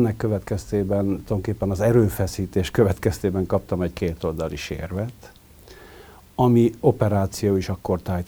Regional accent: Budapest, Hungary; 50-ben születtem itt Budapesten, a belvárosba, még a Paulai Ede utca egy számba, ott a régen a Sirály étterem volt, ma már azt hiszem, hogy nincs ott az Erzsébet térnél. És egészen 8 éves koromig laktunk itt a belvárosba, és akkor költöztünk Budára

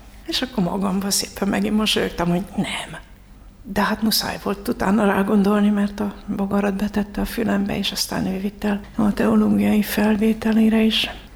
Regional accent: Debrecen, Hajdú-Bihar, Hungary; Hát én Debrecenben nőttem föl

